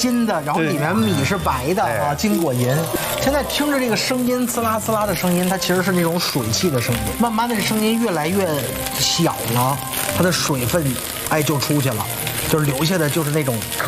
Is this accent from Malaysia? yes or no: no; northern China, China; 作为一个北方人，爱吃炒饭